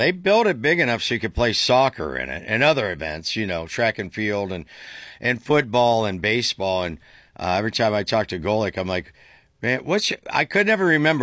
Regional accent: Dover, Ohio, United States; We're from Dover, Ohio.

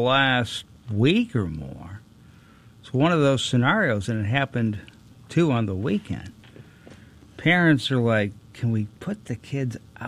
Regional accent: Chicago, Illinois, United States; growing up in Chicago, with a father who brought the radio out to the yard when we were doing yard work years ago

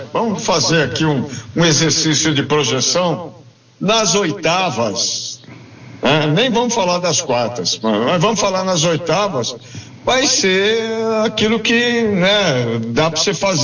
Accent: Brazil; não sei se só para nós que somos brasileiros, né?

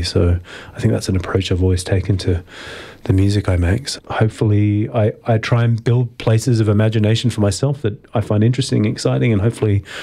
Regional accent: Greenwich, London, United Kingdom; born or raised there

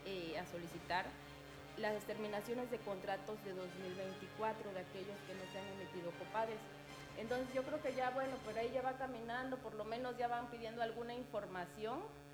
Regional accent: Chicumul, Campeche, Mexico; yo soy de Chicumul y ella de Sabancuy

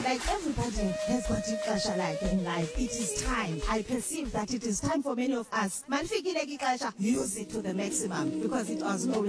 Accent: Eastern Cape, South Africa; so I'm coming from Ifemelia Gwambeki, originally from the Eastern Cape.

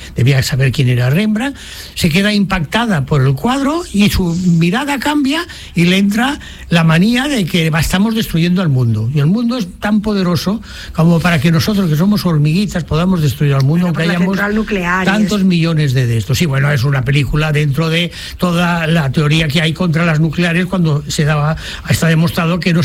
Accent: France; Y eso que es cine francés, que sabéis que soy una francesa.

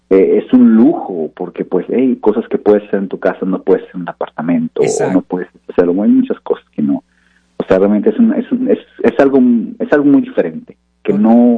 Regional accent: Mexico City, Mexico; now in United States; Mira, yo soy nacido en el Distrito Federal, ¿verdad? Soy de la Ciudad de México, ¿verdad? La mitad de mi vida estuve allá y la mitad de mi vida ya he estado aquí en Estados Unidos

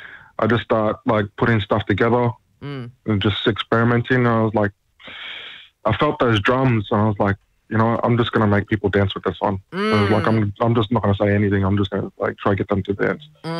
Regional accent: Darwin, Northern Territory, Australia; also born or lived in Alice Springs / Lajamanu / Docker River; now in Adelaide, Australia; I was born in Isle Springs in 93, grew up in Darwin. Grew up in Darwin and lived in Lajimanu and Dock River, and now I'm in Adelaide.

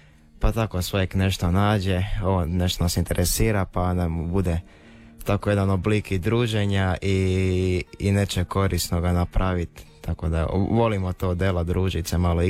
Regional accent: Šmrika, Primorje-Gorski Kotar County, Croatia; moj Nonić nas je odgojil na moru, na barkami, u jednoj lipoj uvalici, dali kod nas u Šmriki

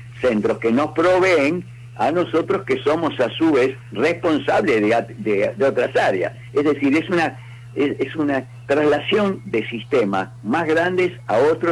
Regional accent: Argentina; Bueno, somos argentinos y hablamos así.

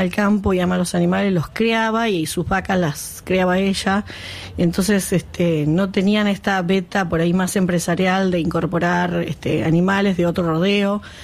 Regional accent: Tapalqué, Buenos Aires Province, Argentina; acá me doy cuenta que también de mi pueblo, que es Tapalqué, soy la única productora que ha llegado con vacunos

